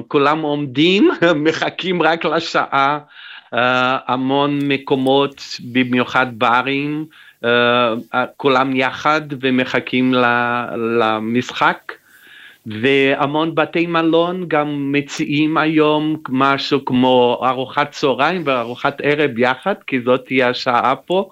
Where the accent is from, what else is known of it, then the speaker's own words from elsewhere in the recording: Brazil; born there; Hebrew is a second language; also born or lived in Israel; האבא מפולניה, האמא מישראל, אני נולדתי בברזיל, כששניהם הגיעו לברזיל, וכשהייתי בן ארבע, מארבע עד שש גרתי בישראל, והעברית נשארה טוב לי.